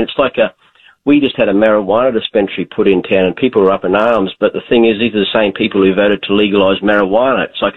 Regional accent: Queensland, Australia; moved away; I'm from Brisbane, just north of Brisbane on the Sunshine Coast. But I've lived here for 34 years. I've been back a few times, but yeah, I was born and raised in Queensland.

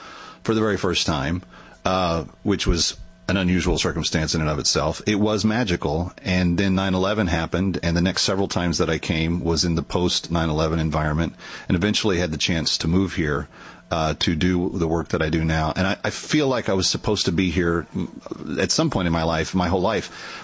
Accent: Texas, United States; I grew up in the Dallas-Fort Worth area, hardcore Cowboys fan.

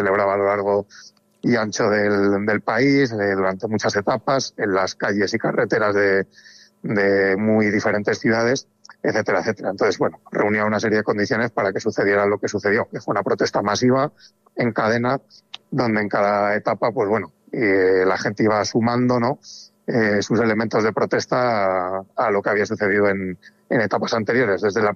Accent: Valladolid, Castile and León, Spain; somos ciudadanos de Valladolid.

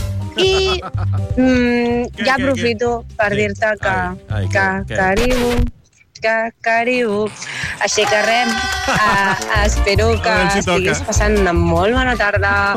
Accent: Granollers, Catalonia, Spain; Doncs, a veure, jo soc de Granollers.

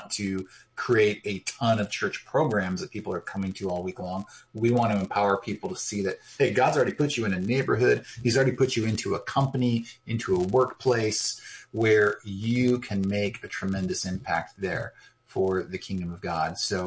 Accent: California, United States; I'm from California, but the people that move here, they move here for work, right?

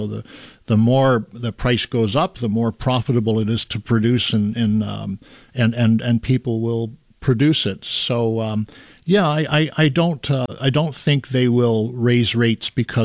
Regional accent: Canada; I'm from Canada

